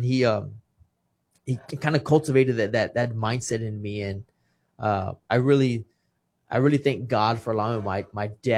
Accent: Kingsville, Texas, United States; Yes, I'm born and raised in Kingsville, Texas. My dad's from L.A.

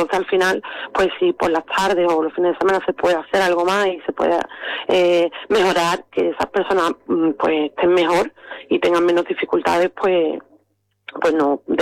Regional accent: Palma, Spain; como soy de Palma, pues algunos no sabéis, pero bueno, son los comercios que mencionas, son comercios conocidos aquí en el pueblo

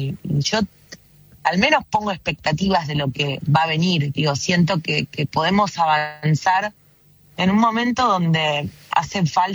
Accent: Argentina; y como todo argentino, estamos esperando que eso se resuelva rápido, ¿no?

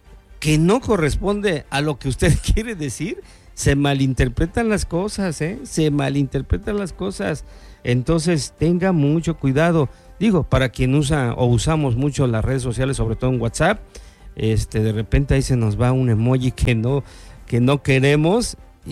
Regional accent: Mexico

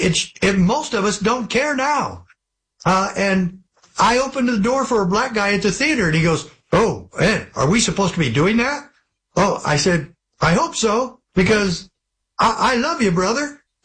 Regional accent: Arizona, United States; when I grew up in Arizona playing sports

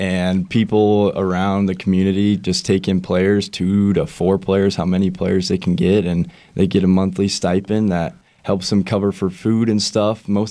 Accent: Kansas City, Kansas, United States; moved away; I'm from Kansas City, Kansas, which really isn't a hockey town

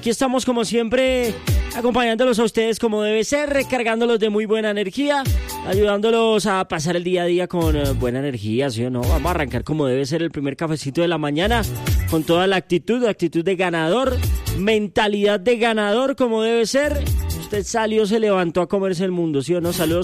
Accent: Colombia; nos va a tocar a nosotros como colombianos.

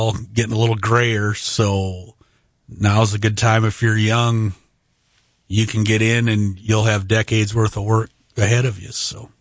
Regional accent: Minnesota, United States; now in Sioux Falls, United States; Sioux Falls, obviously I didn't grow up here. I grew up in Southwest Minnesota, but close to Sioux Falls

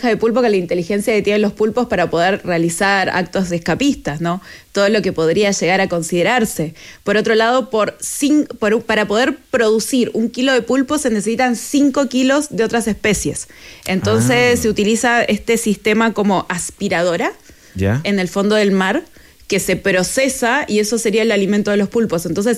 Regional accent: Chile; que seamos inteligentes como chilenos y evitemos esto antes de que suceda, ¿no?

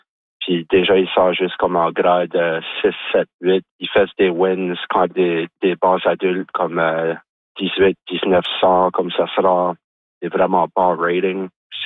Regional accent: Moncton, New Brunswick, Canada; quand j'étais jeune, j'ai grandi à Moncton.

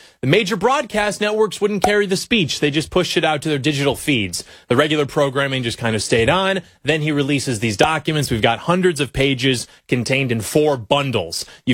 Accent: Michigan, United States; a buried voter registration fraud investigation in my home state of Michigan.

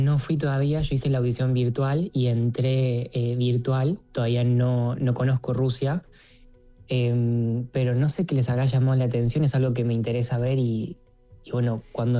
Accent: Argentina; Yo soy de Alberdi.

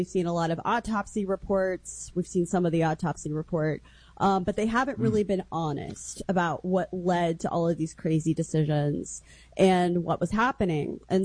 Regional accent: Kansas City, Missouri, United States; Yeah, so I'm from the middle of the country. Originally, I'm from Kansas/Missouri. I claim both sides of the state line, Kansas City. And I grew up in a mostly working class union family.

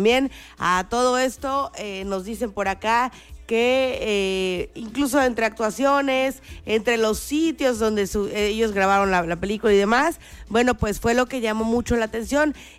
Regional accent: Mexico

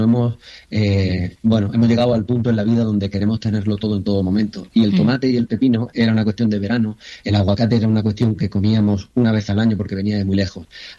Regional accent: Jaén, Andalusia, Spain; soy de Jaén y de familia que ha trabajado en el campo, ¿no?

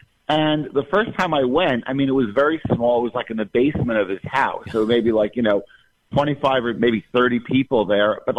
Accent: New Jersey, United States; born or raised there

